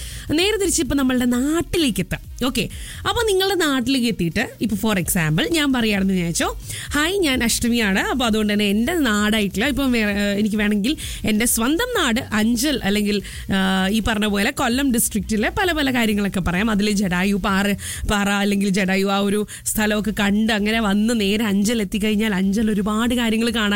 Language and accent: Malayalam; Qatar; Moreover ഞാൻ കൂടുതൽ വളർന്നത് ഖത്തറിലായതുകൊണ്ട് ചിലപ്പോൾ എനിക്ക് ഖത്തറിനെ കുറിച്ച് കുറച്ച് കൂടുതൽ നന്നായി പറയാൻ പറ്റും.